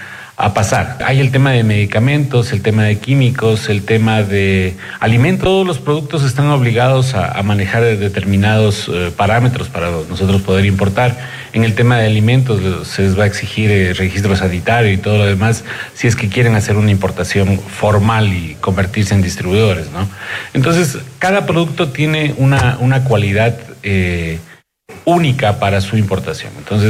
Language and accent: Spanish; Loja, Ecuador